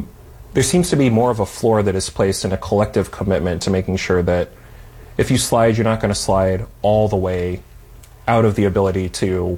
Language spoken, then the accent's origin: English; United States; born there; Oh, I was born in the United States. I live here. My life is here.